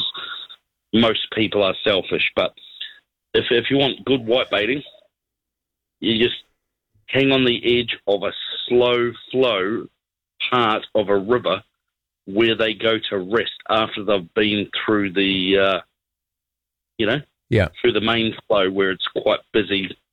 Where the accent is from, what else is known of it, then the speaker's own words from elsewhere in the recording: New Zealand; Never done white baiting, but growing up in New Zealand, there's a couple of things I want to chuck at you.